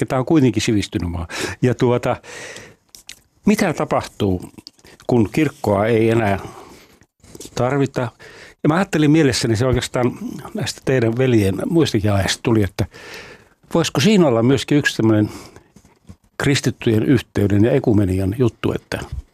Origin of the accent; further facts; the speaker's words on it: Lapland, Finland; Että kun ennen tehtiin esimerkiksi Kemijokivarteen, mistä mä kotoisin, niin tehtiin kappeleita joka puolella.